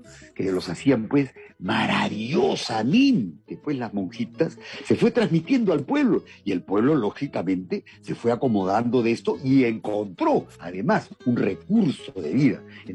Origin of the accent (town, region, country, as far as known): Lima, Peru